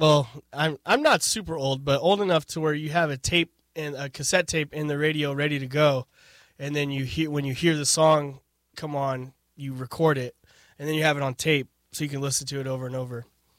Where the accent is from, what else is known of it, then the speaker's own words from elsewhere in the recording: California, United States; I grew up in Southern California too